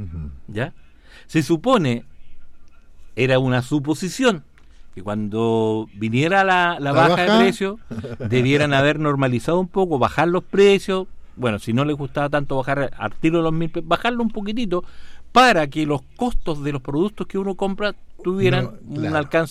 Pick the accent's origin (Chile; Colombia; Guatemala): Chile